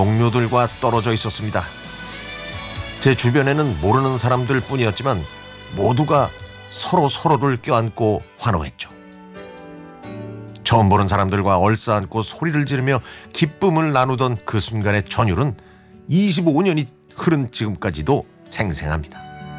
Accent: Seoul, South Korea; 저는 서울에서 태어나고 자랐지만 친구들처럼 MBC 청룡을 응원하지 않았습니다.

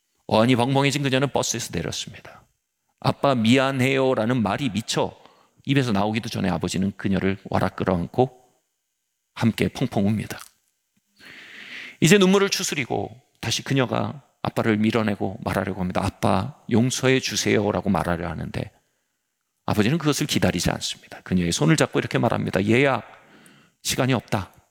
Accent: South Korea; 나는 한국에서 온 대학생입니다.

